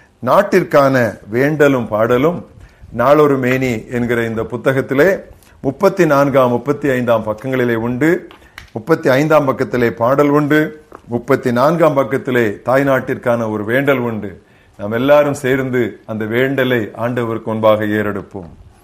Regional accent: India; நாம் குடியிருப்பது இந்தியாவில் தானே.

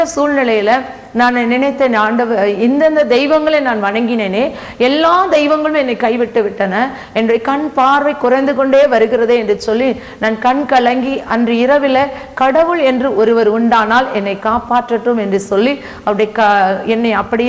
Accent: Pethanadarpatti, Tamil Nadu, India; now in Rajapalayam, India; நாங்கள் இருக்கிற இடம் ராஜபாளையம். எங்களுடைய சொந்த ஊர் தென்காசி பக்கத்தில் உள்ள பெத்தநாடார்பட்டி.

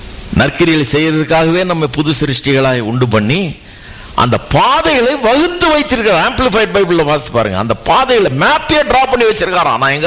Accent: Chennai, Tamil Nadu, India; நான் இந்த சென்னை பட்டணத்துக்காக தமிழ் அறிவை கொடுத்து, எனக்கு தமிழ் கலாச்சாரத்தில் என்னை வளர வச்சு, இந்த ஊரில் என்ன இருக்க வச்சு, ஒரு இந்தியனாக இருக்க வச்சு, இந்த ஊரில் என்னை வளர்த்து

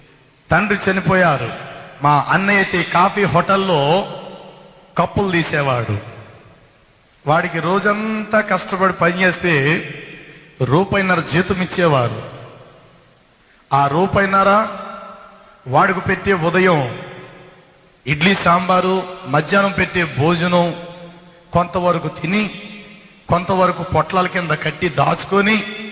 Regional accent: Rajahmundry, Andhra Pradesh, India; born or raised there

